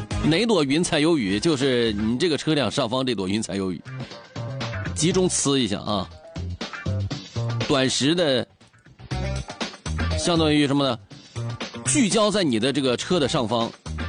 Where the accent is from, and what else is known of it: China